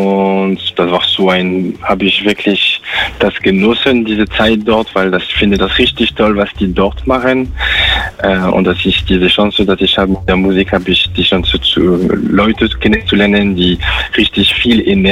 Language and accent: German; Paris, Île-de-France, France; moved away; Ich bin doch in Paris, zumindest am Stadtrand von Paris, geboren und groß gewachsen.